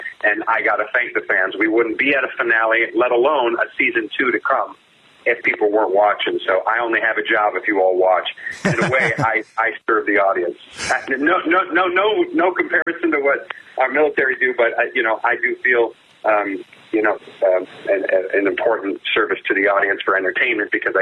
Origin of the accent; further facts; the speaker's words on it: Cleveland, Ohio, United States; I'm from Cleveland, and you can ask Kelce brothers how hard it is to go against your own town.